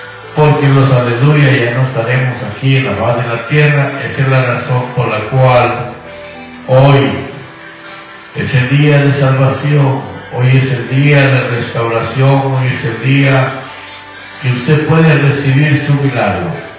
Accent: Guatemala; Así vamos a mandar un cordial saludo a mi tierra natal allá en Guatemala.

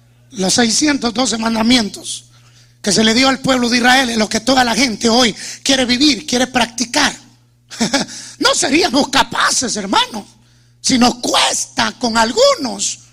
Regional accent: Guatemala

